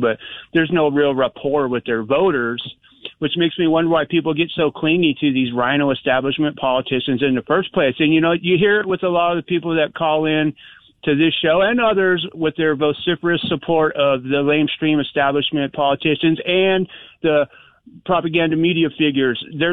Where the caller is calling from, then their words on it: Arizona, United States; here I am calling you from Arizona, you know, where the McCainite McCainism thing is still alive and well.